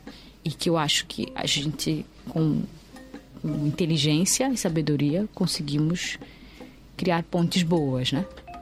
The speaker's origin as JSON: {"language": "Portuguese", "country": "Mozambique", "said": "Mas eu sou muito moçambicana, moçambicana ferrenha."}